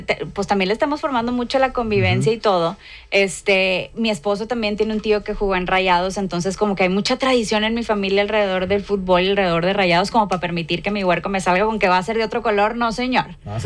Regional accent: Monterrey, Nuevo León, Mexico; de cómo son, de cómo somos los regios, muy trabajadores, muy echados para adelante

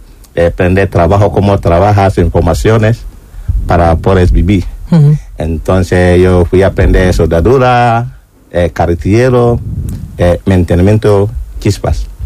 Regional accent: Ghana; Spanish is a second language; also born or lived in Libya / Italy; now in Spain; soy de Ghana. Salí Ghana, Burkina, Mali, Níger y entré a Libia. Y luego Libia están ahí trabajando un poco hasta entra Italia.

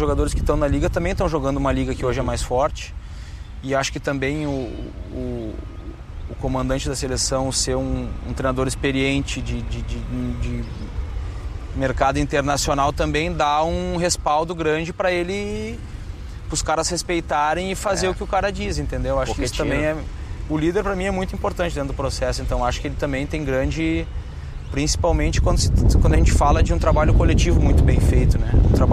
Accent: Rio Grande do Sul, Brazil; até porque eu sou de lá, né? Eu sou gaúcho, sim. Então as minhas raízes, a minha família tá toda lá

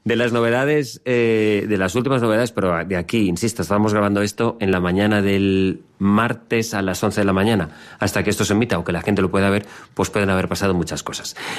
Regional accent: Valencian Community, Spain; Siendo yo valenciano es una expresión complicada.

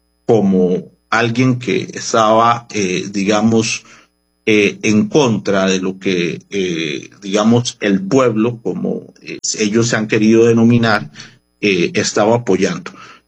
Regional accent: Costa Rica; nuestra propia historia como costarricenses

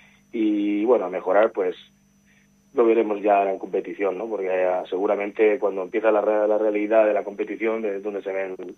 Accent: Valencian Community, Spain; porque a veces somos mucho sí, de la Vega Baja, sí, pero también nos matamos más entre nosotros, ¿no?

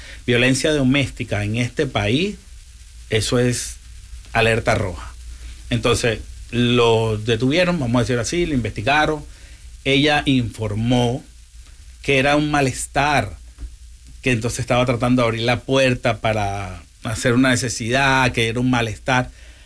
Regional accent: Venezuela; now in Tampa, United States; Soy de Venezuela, primero que todo.

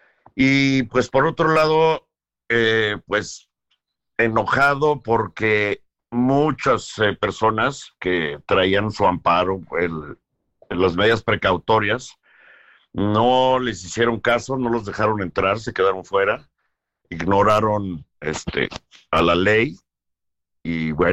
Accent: Mexico; Y eso me duele como mexicano

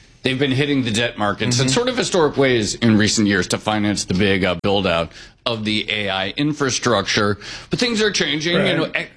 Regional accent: New York, United States; Obviously, I have the Texas side of my family, but I'm a New Yorker. I've lived here.

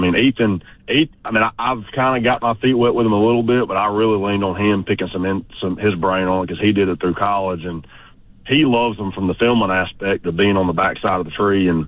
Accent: Georgia, United States; Man, I was like most redneck kids growing up in Georgia

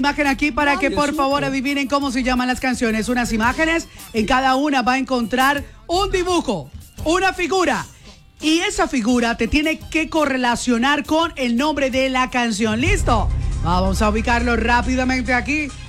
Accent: Valle del Cauca, Colombia; los que somos de aquí del Valle del Cauca

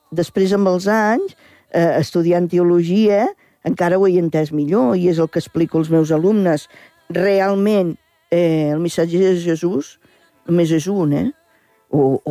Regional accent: Reus, Catalonia, Spain; Jo era alumna de les Dominiques de la Presentació a Reus, que a més soc de Reus

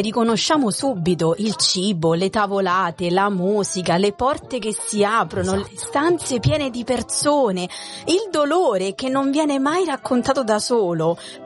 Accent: Rome, Lazio, Italy; born there; arriva a Roma, che è la mia città natale

